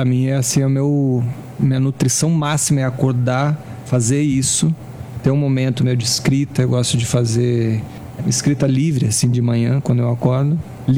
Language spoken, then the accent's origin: Portuguese; Rio Grande do Sul, Brazil; accent: gaúcho; moved away; also born or lived in Brasília / Rio de Janeiro; Eu sinto que o gaúchês está em mim mais predominantemente do que qualquer coisa, né? Por conta de eu ter sido criado lá, minha família toda lá, né?